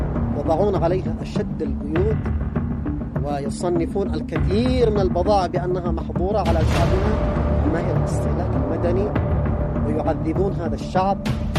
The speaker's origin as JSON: {"language": "Arabic", "country": "Yemen", "said": "على شعبنا اليمني"}